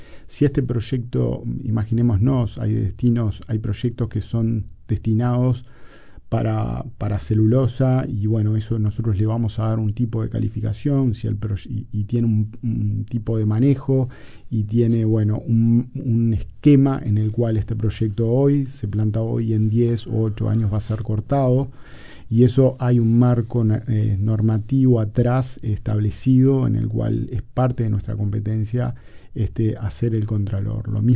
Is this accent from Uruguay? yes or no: yes; Uruguay